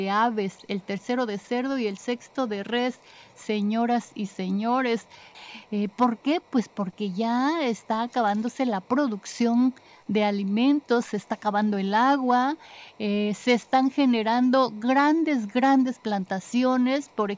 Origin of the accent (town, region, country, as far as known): Mexico